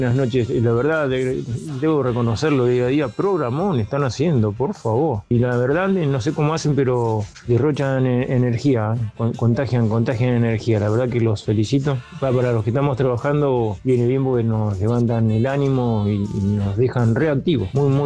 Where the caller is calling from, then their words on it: San Justo, Buenos Aires Province, Argentina; de San Justo